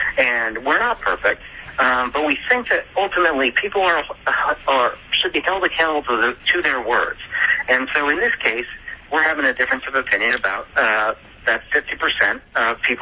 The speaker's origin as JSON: {"language": "English", "region": "Pennsylvania", "country": "United States", "tie": "born or raised there", "said": "I grew up in Pennsylvania, and I'm a Phillies fan."}